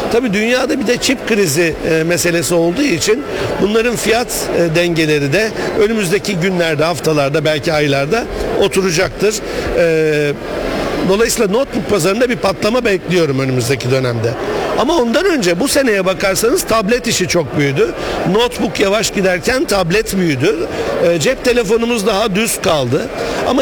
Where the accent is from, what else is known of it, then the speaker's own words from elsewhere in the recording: Düzce, Turkey; Düzce benim memleketim.